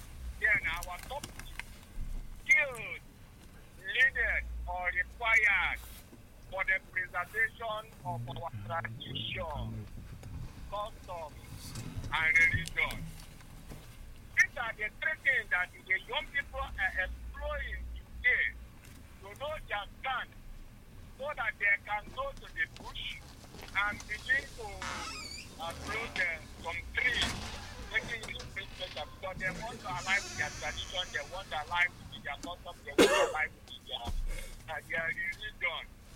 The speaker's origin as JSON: {"language": "English", "region": "South East", "country": "Nigeria", "said": "I'm coming from Igbo."}